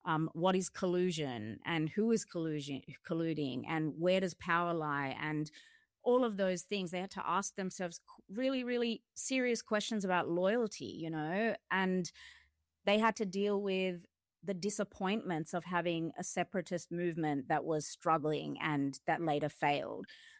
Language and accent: English; Campbelltown, New South Wales, Australia; because I'm from Campbelltown